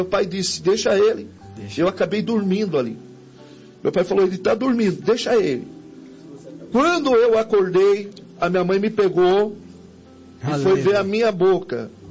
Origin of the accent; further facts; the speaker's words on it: Bragança Paulista, São Paulo, Brazil; A Igreja Deus e Amor tinha acabado de chegar lá na minha cidade, lá em Bragança Paulista.